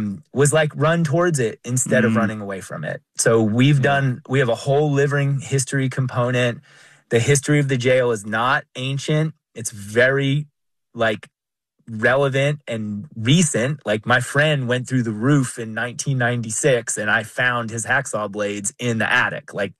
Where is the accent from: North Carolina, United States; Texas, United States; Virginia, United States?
North Carolina, United States; Asheville; now in Marshall, United States; I grew up in Asheville and came to Marshall, and it just captured my heart, and I've made it my home very intentionally.